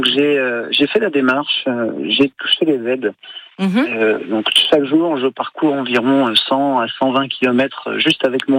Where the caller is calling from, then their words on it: Landivisiau, Brittany, France; Donc là, actuellement, je suis à Carré, mais moi, je vis sur Landivisio.